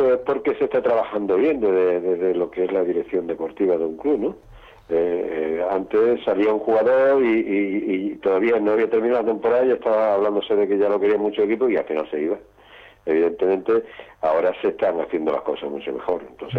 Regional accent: Málaga, Andalusia, Spain; los que nos gusta el fútbol formativo y somos de Málaga

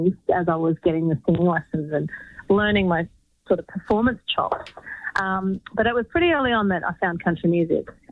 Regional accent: Sydney, New South Wales, Australia; a girl from the suburbs. You know, I grew up in the city of Sydney. I grew up in Mascot

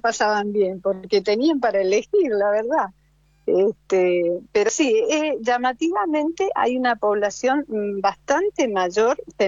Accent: San Rafael, Mendoza, Argentina; also born or lived in La Rioja / Mar del Plata; Estuve también en Mar del Plata, porque tenía negocio, entonces nos fuimos a Mar del Plata. Después que hubo un temblor muy grande aquí en Mendoza, nos fuimos a Mar del Plata. Y bueno, después, con el tiempo, cuando mis hijas tenían adolescentes, 12, 13 años, me separé y volví a San Rafael y aquí estoy.

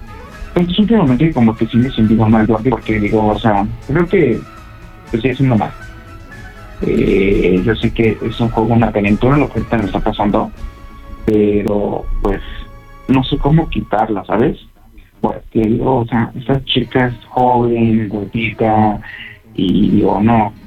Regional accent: Coahuila, Mexico; Claro, tengo los 30 años y soy de aquí de Coahuila.

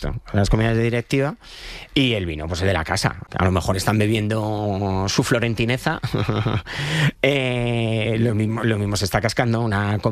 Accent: Leganés, Community of Madrid, Spain; aunque he criado en Leganés, entonces no le tengo especial hate al Getafe.

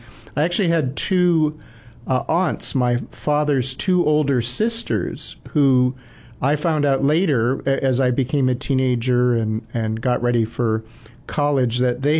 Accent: Minnesota, United States; Well, I'm Scandinavian, as you said, which puts me squarely in Minnesota, where I grew up with my parents, I should say, who were both farmers, although I was not a farmer.

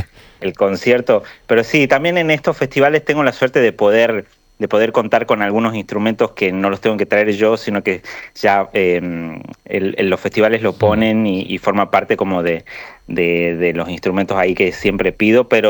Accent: Tucumán, Argentina; sobre todo del norte, que es de donde yo soy, ¿no? Del noroeste, de Tucumán.

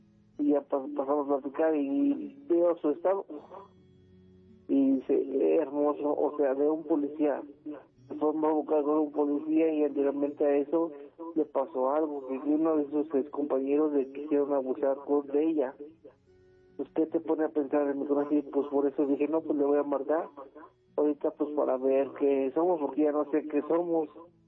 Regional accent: Tulancingo, Hidalgo, Mexico; Es donde yo soy, originario de Tulancingo, Hidalgo.

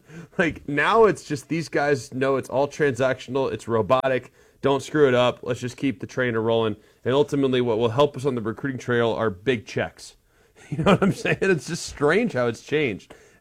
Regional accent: Dallas, Texas, United States; When we went to Dallas, that didn't feel very SEC either, and that's my hometown.

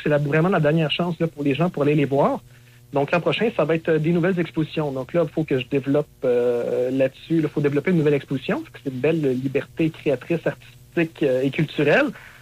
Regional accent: Quebec, Canada; born there; Moi, je suis né en Montérégie, mais mon père vient de Trois-Pistoles, donc j'ai passé mes étés dans le bas du fleuve plusieurs mois.

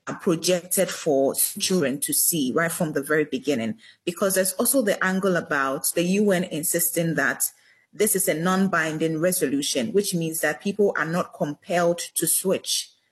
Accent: Ghana; And I grew up in Ghana

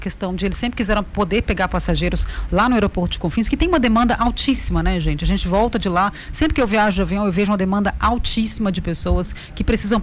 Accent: Patrocínio, Minas Gerais, Brazil; É a minha cidade natal, é. Patrocínio, lá no meu Triângulo Mineiro.

